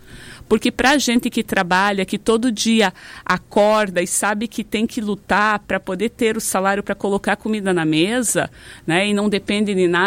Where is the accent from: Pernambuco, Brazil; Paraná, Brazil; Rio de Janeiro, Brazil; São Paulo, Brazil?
Paraná, Brazil